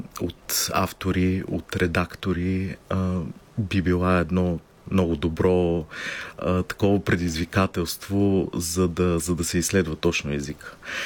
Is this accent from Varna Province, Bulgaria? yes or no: yes; Varna, Varna Province, Bulgaria; съм от Варна, аз съм от този край